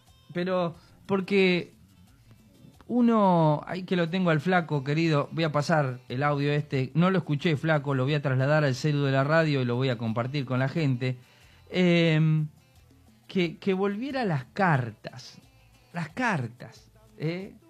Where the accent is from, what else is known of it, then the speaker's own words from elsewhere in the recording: Tandil, Buenos Aires Province, Argentina; de Tandil. Acá nos dedicamos a la radio